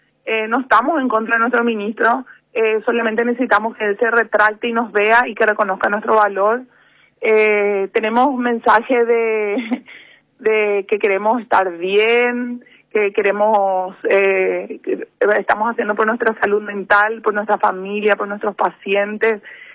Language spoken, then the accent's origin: Spanish; Paraguay; porque somos paraguayos